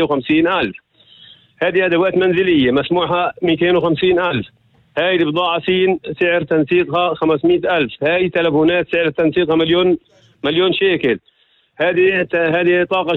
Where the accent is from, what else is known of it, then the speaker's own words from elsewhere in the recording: West Bank, Palestine; عندنا في الضفة الغربية